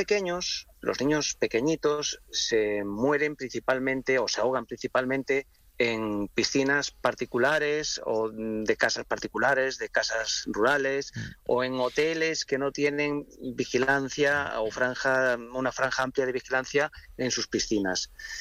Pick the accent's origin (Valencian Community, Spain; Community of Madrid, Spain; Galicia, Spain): Galicia, Spain; yo soy de Galicia y estamos teniendo temperaturas en Galicia que son, una barbaridad en comparación con la fecha y con otros años.